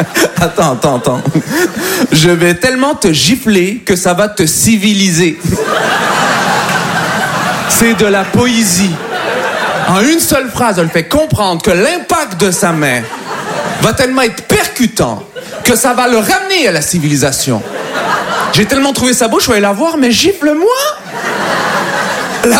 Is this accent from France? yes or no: no; Montreal, Quebec, Canada; Je vais vous le dire parce que vous me regardez bizarre. Voilà, je viens de Montréal, voilà. Ça s'entend, hein.